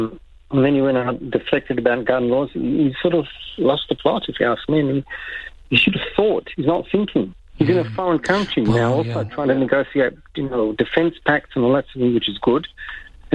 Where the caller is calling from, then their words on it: Israel; I am calling you from Israel, correct.